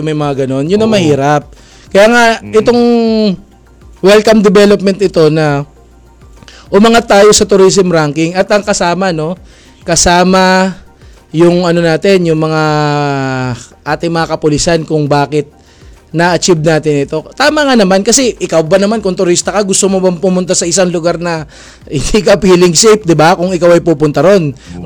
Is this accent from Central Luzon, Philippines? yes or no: yes; Olongapo, Central Luzon, Philippines; Kasi ako taga Olonga po ako eh.